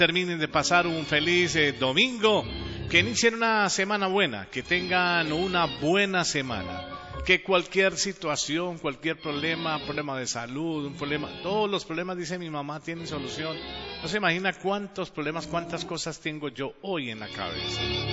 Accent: Colombia; born there; yo soy orgullosamente hispano, orgullosamente latino, orgullosamente hablo este castellano, pero decimos en la calle, como hablamos, este español, este español, o como dicen los portugueses, los italianos, este español. Nací en un país maravilloso, en la puerta Sudamérica, en Colombia

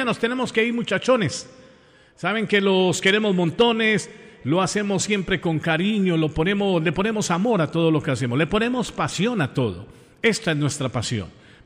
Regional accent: Colombia; born there; yo soy orgullosamente hispano, orgullosamente latino, hablo orgullosamente este castellano, este español, y me encanta siempre poder compartir con ustedes. Saben que nací en la puerta de Sudamérica, en Colombia, un país divino, maravilloso.

